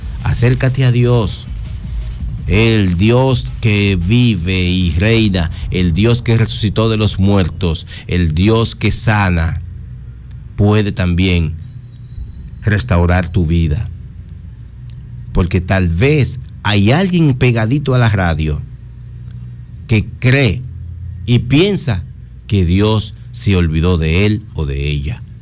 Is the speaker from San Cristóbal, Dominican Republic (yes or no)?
yes; San Cristóbal, Dominican Republic; Yo que amo mi pueblo San Cristóbal